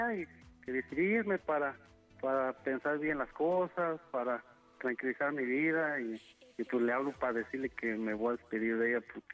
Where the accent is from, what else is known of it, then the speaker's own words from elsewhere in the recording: Tezcatitlán, State of Mexico, Mexico; now in United States; del sur del Estado de México, de un pueblito que se llama Tezcatitlán.